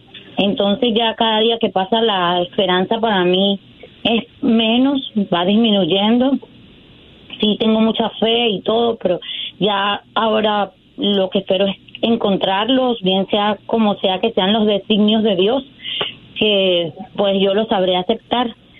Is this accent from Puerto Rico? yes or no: no; Venezuela; moved away; Tenía 11 años que no lo veo. 11 años que salí de Venezuela, me vine a estudiar acá, estudié inglés, luego estudié en la Universidad Multicultural Studies